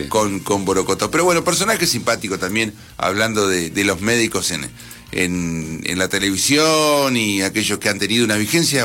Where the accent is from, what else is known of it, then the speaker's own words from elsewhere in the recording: Argentina; Somos bien argentinos